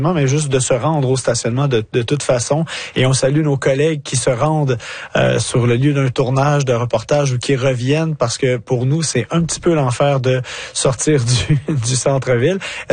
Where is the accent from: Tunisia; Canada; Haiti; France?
Canada; Montreal, Quebec; moved away as an adult; now in Ottawa, Canada; en étant originaire de Montréal